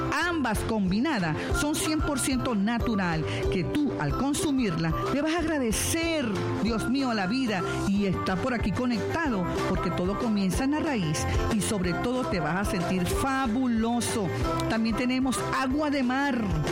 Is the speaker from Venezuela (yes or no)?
yes; Carúpano, Sucre, Venezuela; llegando de viaje de mi pueblo natal, Carúpano, y en sintonía por la familia Plenitud 90.9.